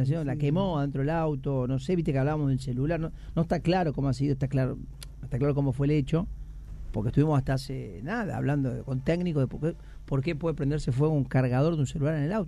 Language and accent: Spanish; Hernandarias, Entre Ríos, Argentina; Mira, en mi pueblo somos 11.000 habitantes, Hernandarias, en Entre Ríos. Nos conocemos todos.